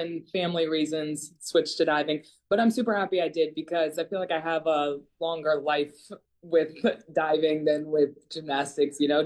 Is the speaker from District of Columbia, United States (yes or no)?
no; Virginia, United States; now in Florida, United States; I'm actually from Virginia.